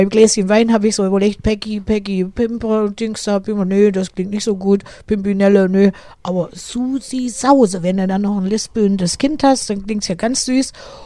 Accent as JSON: {"language": "German", "town": "Erfurt", "region": "Thuringia", "country": "Germany", "tie": "born or raised there", "said": "meine Heimatliebe, die nicht nur Thüringen betrifft. Und ich habe auch, war mir ein Bedürfnis, ein Lied über meine Heimatstadt Erfurt zu machen."}